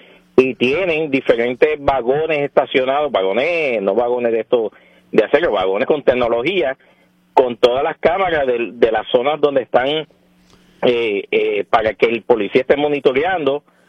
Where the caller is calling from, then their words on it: Puerto Rico; Yo soy un puertorriqueño que defiende nuestra nacionalidad, nuestra puertorriqueñidad y nuestro territorio